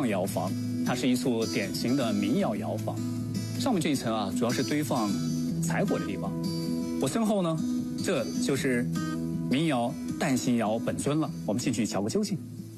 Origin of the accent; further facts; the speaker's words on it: Jingdezhen, Jiangxi, China; 又回到了小时候熟悉的沧江边上。我小时候住在我奶奶家